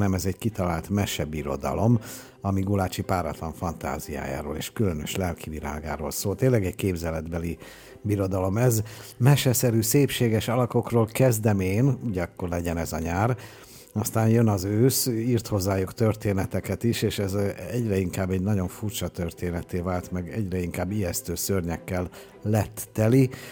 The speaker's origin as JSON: {"language": "Hungarian", "region": "Budapest", "country": "Hungary", "said": "másrészt hát én ősi pestiként néha átnézek Budára, és be kell vallanom, hogy gyönyörű"}